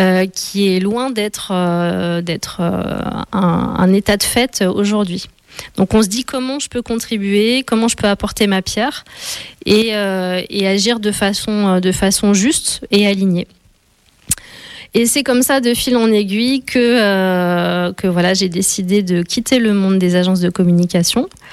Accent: Lyon, Auvergne-Rhône-Alpes, France; Donc moi, je viens de Lyon donc j'ai travaillé pendant longtemps dans la communication.

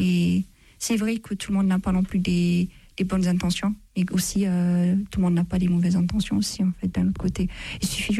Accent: Ethiopia; now in France; J'ai grandi en Éthiopie et on ne connaît pas le racisme, en fait. C'est ici, d'ailleurs, que j'ai découvert le racisme aussi.

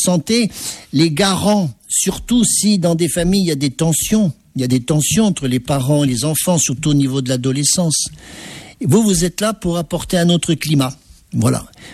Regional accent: Auvergne-Rhône-Alpes, France

